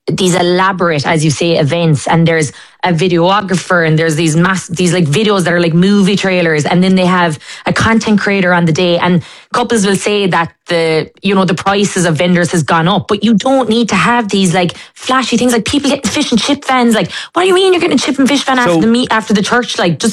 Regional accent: Listowel, Munster, Ireland; I'd happily go out even in my hometown again of Listowel or stay in Kerry.

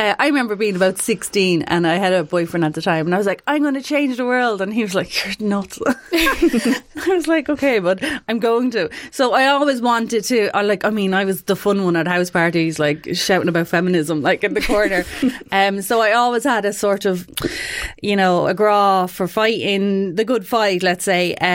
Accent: Cork, Munster, Ireland; now in Carlow, Ireland; now I'm a blow-in to Carlow, but I grew up in Cork and the town we were in was kind of like, we were in the tech school

